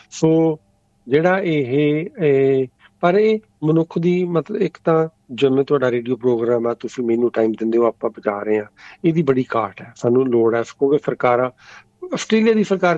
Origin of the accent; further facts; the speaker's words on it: Amritsar, Punjab, India; moved away as an adult; ਹਾਂਜੀ ਮੈਂ ਵੀ ਉਸੇ ਜੰਮਿਆ ਪੜਿਆ, 22 ਸਾਲ ਤੱਕ ਮੈਂ ਉੱਥੇ ਰਿਹਾ, ਇੱਦਾਂ ਦੀ ਹਨੇਰੀ ਚੱਕੜ ਕਦੀ ਨਹੀਂ ਸੀ ਵੇਖਿਆ।